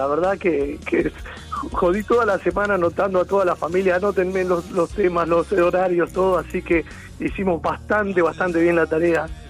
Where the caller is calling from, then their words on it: Lanús, Buenos Aires Province, Argentina; vivo en Lanús.